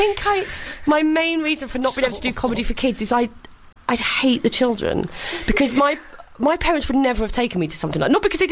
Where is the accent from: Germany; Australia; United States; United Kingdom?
United Kingdom; Maidstone, South East England; I'm from Maidstone